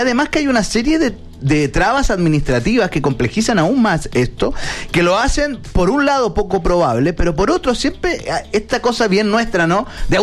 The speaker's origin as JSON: {"language": "Spanish", "country": "Chile", "said": "que yo creo que si nosotros como chilenos fuésemos personas productivas reales"}